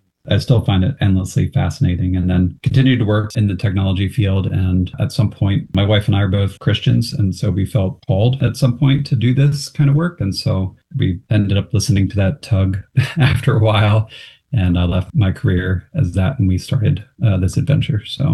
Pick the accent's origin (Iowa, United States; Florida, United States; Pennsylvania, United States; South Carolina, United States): Pennsylvania, United States; Growing up in Pennsylvania, I could never conceive of growing something like that outside of a pot.